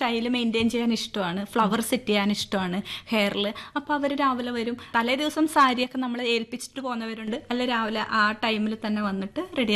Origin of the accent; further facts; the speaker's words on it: Kannur, Kerala, India; moved away as an adult; now in Ernakulam, India; ഒരു കണ്ണൂർക്കാരിയായ ഞാൻ ഈ എറണാകുളത്ത് വന്ന്